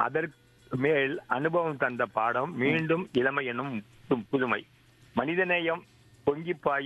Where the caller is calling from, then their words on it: Punnainallur, Tamil Nadu, India; தஞ்சாவூர் மாவட்டம் புன்னைநல்லூர் மாரியம்மன் கோயில்